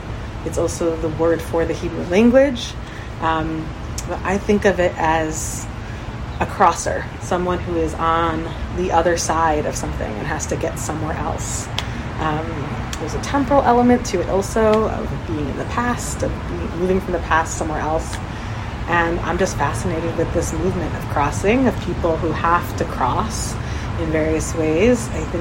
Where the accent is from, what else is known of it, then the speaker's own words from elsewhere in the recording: Cleveland, Ohio, United States; And I hail from the Cleveland area and really enjoy inhabiting different parts of the Rust Belt.